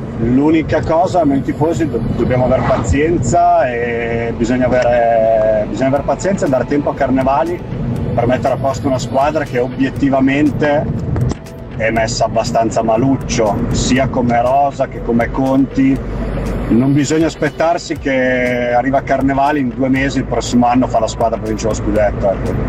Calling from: Prague, Czechia; di Praga.

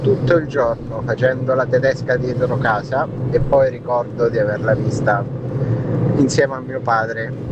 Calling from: Rome, Lazio, Italy

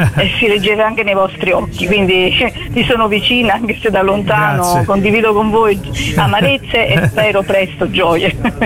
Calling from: Castellabate, Campania, Italy; Io da Castellabate, provincia di Salerno, paese di Benvenuti al Sud.

